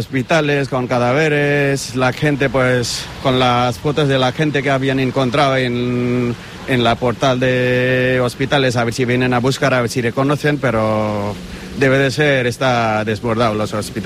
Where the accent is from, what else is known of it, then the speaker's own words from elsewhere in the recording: Bagmati, Nepal; moved away; Sí, yo vivo en Chitwan, porque es parte más llanura